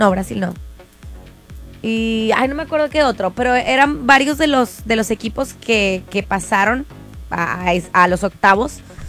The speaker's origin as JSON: {"language": "Spanish", "country": "Mexico", "said": "Nos describió perfectamente de cómo somos acá en México, cómo somos los mexicanos, cómo disfrutamos"}